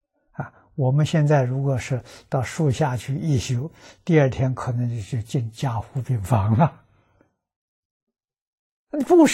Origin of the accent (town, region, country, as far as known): China